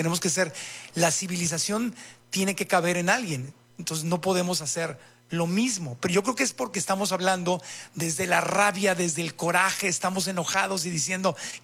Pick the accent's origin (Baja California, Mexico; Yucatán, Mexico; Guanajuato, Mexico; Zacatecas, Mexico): Baja California, Mexico; Tijuana; born or raised there